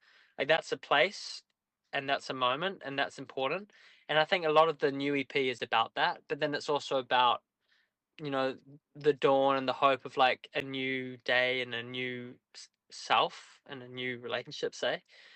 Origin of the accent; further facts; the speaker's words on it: Australia; we grew up in Australia's massive and expansive, and it's like just this desert of space.